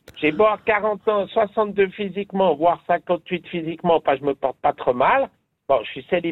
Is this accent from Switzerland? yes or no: yes; Lausanne, Vaud, Switzerland; moved away as an adult; also born or lived in Vevey / Montreux / Sainte-Croix; now in Neuchâtel, Switzerland; Je suis né à Lausanne, j'ai fait 50 ans à Lausanne. Après, j'ai fait Cublan, Montreux, j'ai tout fait.